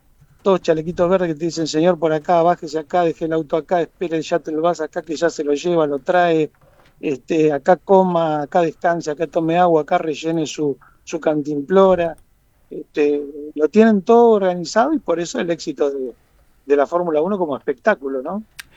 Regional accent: Argentina

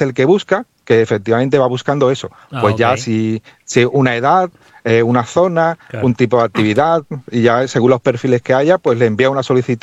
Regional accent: Cádiz, Andalusia, Spain; soy de Cádiz

